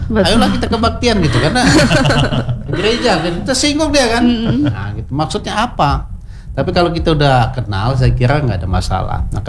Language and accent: Indonesian; Bengkulu, Indonesia; kalau kami ini merantau nanti ke Jogja, kami berkata kami orang Bengkulu